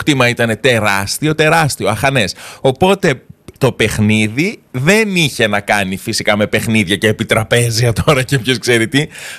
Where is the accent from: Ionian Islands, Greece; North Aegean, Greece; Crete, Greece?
Crete, Greece; όταν ήμουν μικρός εδώ στην Κρήτη.